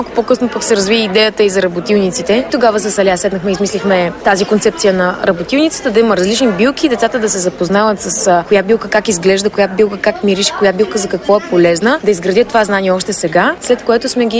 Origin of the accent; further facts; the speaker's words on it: Anevo, Plovdiv Province, Bulgaria; От Сопот сме село Анево, върнахме се от големия град, заживяхме обратно на село